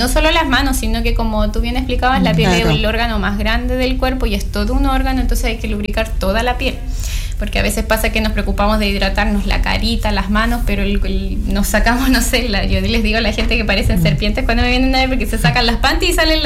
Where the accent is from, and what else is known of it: Chile